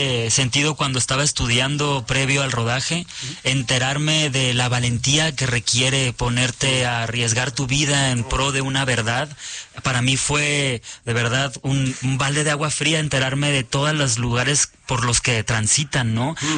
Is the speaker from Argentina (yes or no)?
no; Mexicali, Baja California, Mexico; porque yo soy de Mexicali, entonces como que sí es una cosa